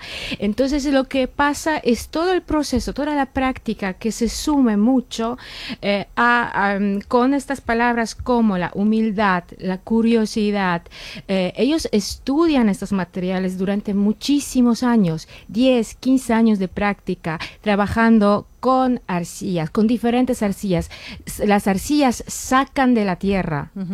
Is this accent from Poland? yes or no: yes; Kraków, Lesser Poland, Poland; Spanish is a second language; now in Madrid, Spain; yo vengo ahora de Madrid, pero yo soy de Cracovia, entonces del sur de Polonia